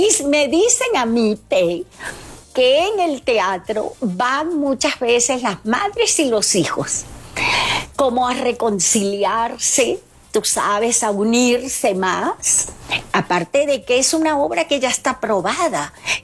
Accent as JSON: {"language": "Spanish", "country": "Venezuela", "said": "Y que terminó en mi país, terminó"}